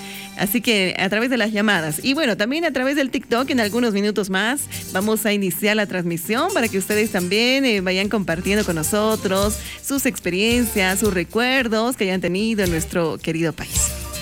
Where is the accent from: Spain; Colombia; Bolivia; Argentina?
Bolivia; la riqueza que tenemos acá en Bolivia